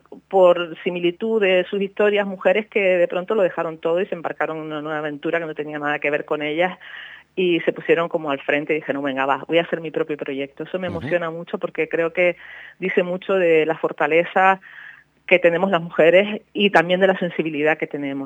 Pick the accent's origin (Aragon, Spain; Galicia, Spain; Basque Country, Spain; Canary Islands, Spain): Canary Islands, Spain; Las Palmas de Gran Canaria; yo soy una mujer de ciudad, yo soy una mujer de Las Palmas.